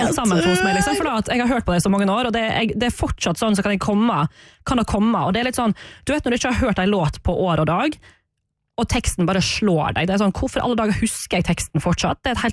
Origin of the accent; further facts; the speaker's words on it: Rogaland, Norway; Jeg blir 33 i år, og han vel 1 eller 2 år eldre enn meg. Jeg husker han fra, altså han fra Rogaland, Tysvær, som litt bortafor der jeg vokste opp.